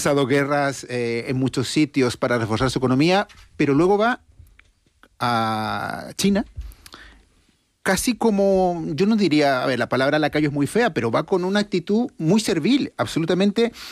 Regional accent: Valparaíso, Chile; born there; probablemente puede ser Valparaíso, la ciudad donde yo nací.

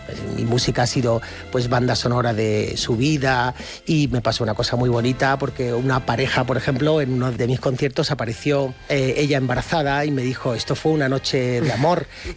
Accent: Málaga, Andalusia, Spain; Soy de Málaga y eso se nota, claro.

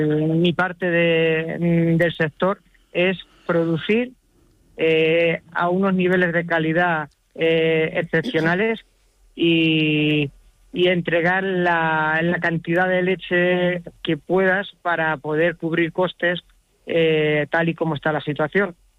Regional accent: Carrión de Calatrava, Castilla-La Mancha, Spain; Soy de Ciudad Real, de un pueblo, Carrión de Calatrava, que sirve de referencia en este pueblo donde yo vivo.

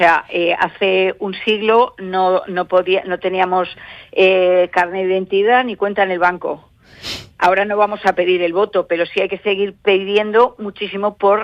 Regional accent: Granada, Andalusia, Spain; y yo quería irme a Granada

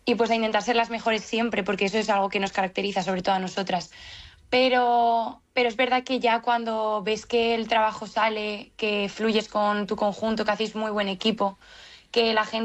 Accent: Spain; y aparte somos las primeras españolas de l

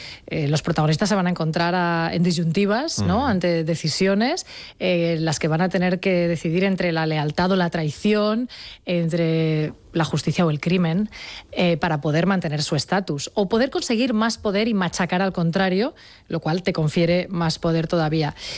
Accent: Sant Feliu de Llobregat, Catalonia, Spain; Yo había estado trabajando en Barcelona hasta aquel momento, porque soy de San Feliu de Llobregat

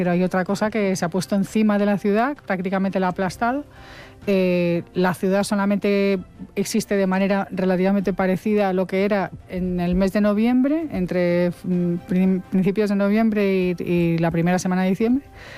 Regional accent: Santiago de Compostela, Galicia, Spain; Yo soy de Santiago de Compostela.

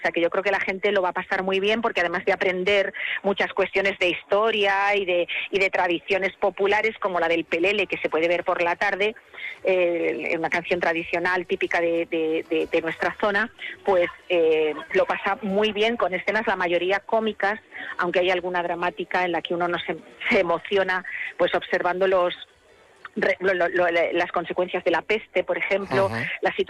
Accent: Castilla-La Mancha, Spain; porque nos hayan recibido en la que es nuestra casa, porque somos castellano-manchegos

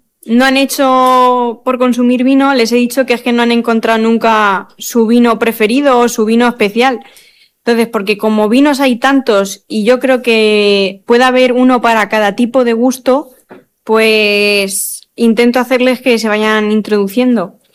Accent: Pedro Muñoz, Castilla-La Mancha, Spain

